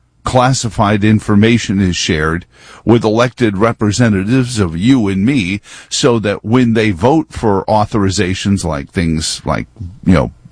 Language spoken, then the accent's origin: English; New York, United States; now in Charlottesville, United States; I don't hide facts like being born and raised in New York.